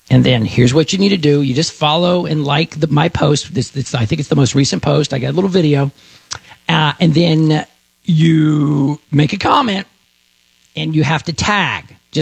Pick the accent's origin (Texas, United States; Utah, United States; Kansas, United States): Texas, United States; I also went to Mexico, and people immediately guessed I was from Texas, not just the United States.